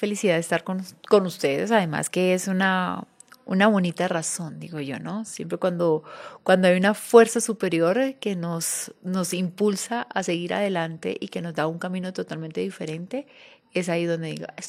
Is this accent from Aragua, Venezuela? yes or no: no; Táriba, Táchira, Venezuela; born there; yo soy venezolana, nací en Tarija